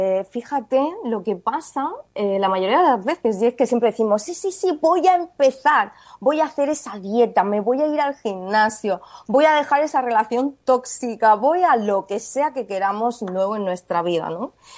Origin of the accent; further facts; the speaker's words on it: Tenerife, Canary Islands, Spain; todavía con calor aquí en Península, sí, a puntito de volver a Tenerife, a mi tierra